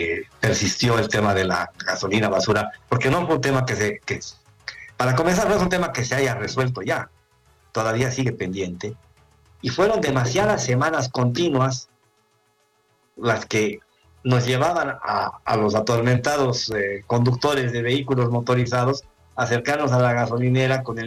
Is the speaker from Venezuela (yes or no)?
no; Bolivia